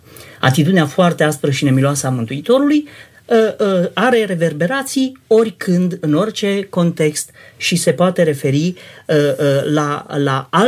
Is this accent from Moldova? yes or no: no; Romania; adică suntem ortodoxi, suntem români